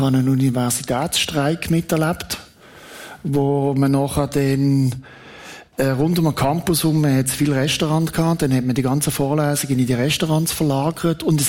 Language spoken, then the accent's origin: German; Switzerland; Und dann haben gesagt, schau, ich bin Schweizer, ich bin neutral, ich laufe jetzt da rein.